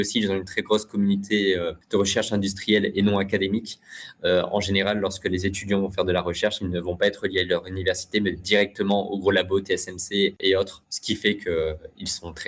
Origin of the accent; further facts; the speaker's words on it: France; c'est ce qu'on connaît le plus, nous, en tant que Français.